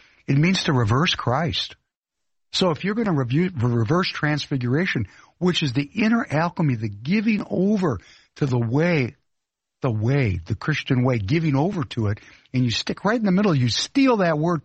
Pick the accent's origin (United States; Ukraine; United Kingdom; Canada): Ukraine; first language ru; English is a second language; because I am from the Ukraine, and the first language in my home was Russian, and the second language in my home was Yiddish, and then Hebrew, and then English.